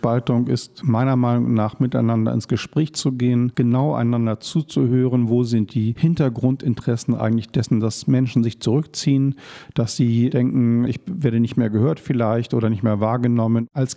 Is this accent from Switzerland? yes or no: no; Bremen, Germany; Also als Bremer freue ich mich, dass Bremen die Chance hat, sich zu zeigen.